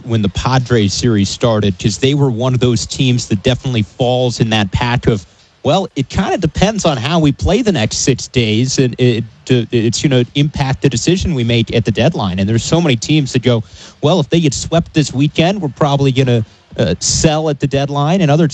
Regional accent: Colorado, United States; growing up in Colorado, certainly used to rapid change in weather. And this was one of the more impressive showings that even I've seen in my lifetime living here

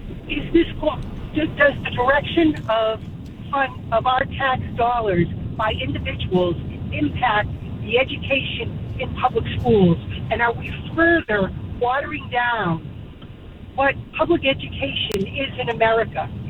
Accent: Massachusetts, United States; I was born in Massachusetts, raised, and have lived there my entire life.

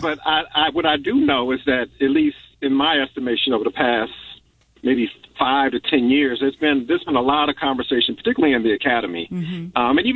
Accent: United States

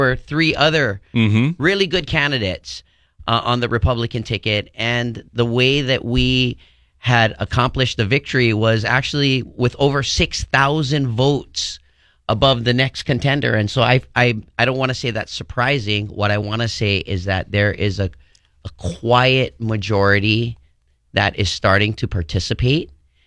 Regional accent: Waianae, Hawaii, United States; I'm born and raised in Waianae.

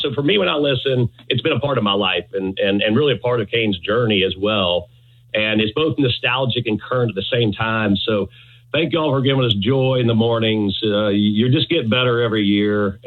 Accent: Baton Rouge, Louisiana, United States; I'm from Baton Rouge. I'm one of the original airing places.

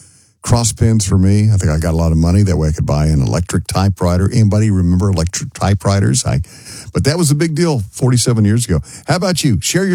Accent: Sweetwater, Texas, United States; Yeah, you know, right. I come from Sweetwater, Texas. I know, it's pick up the accent. And again, 47 years ago this week, and I graduated from Sweetwater High School.

